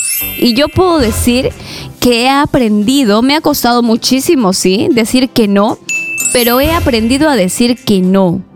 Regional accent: Aguaytía, Ucayali, Peru; Hola, Mayo, buenas tardes … de Aguaitía.

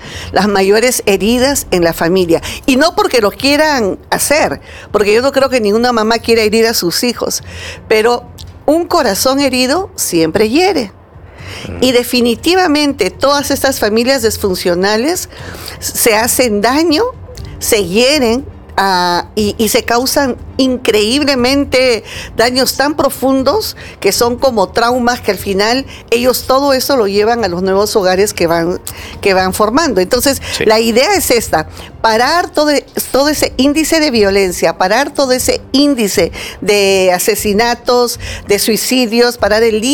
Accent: Peru; todos somos peruanos

